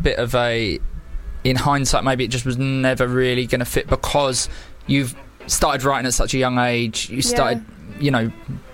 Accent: London, United Kingdom; I'm from South East London originally, but...

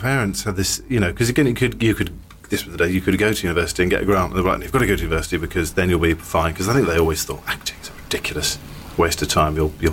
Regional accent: South East England, United Kingdom; moved away; also born or lived in Manchester; Yeah, it was a tiny village I grew up in Hampshire. There were two boys in my year.

